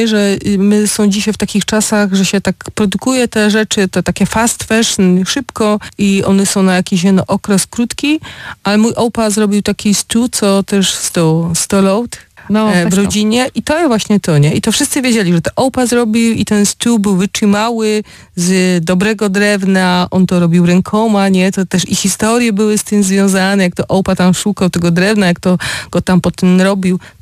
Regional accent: Silesian Voivodeship, Poland; Mamy taką artystkę tutaj u nas na Śląsku

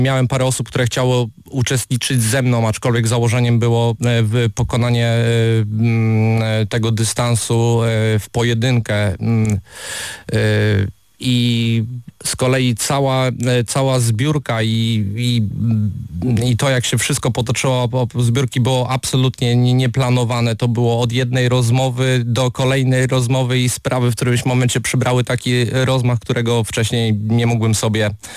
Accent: Brzeg, Opole Voivodeship, Poland; schronisko w moim rodzinnym brzegu

